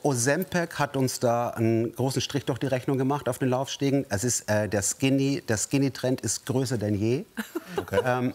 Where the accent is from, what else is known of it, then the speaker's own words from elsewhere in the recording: Bavaria, Germany; Also ich komme aus Bayern